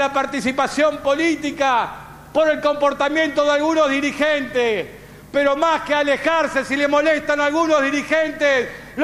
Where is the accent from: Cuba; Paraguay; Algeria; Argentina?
Argentina; Somos gente grande los argentinos y argentinas.